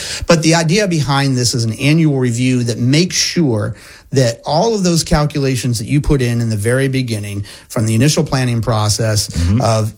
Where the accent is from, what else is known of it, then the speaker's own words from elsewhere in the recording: Maine, United States; born there; But I was born in Maine.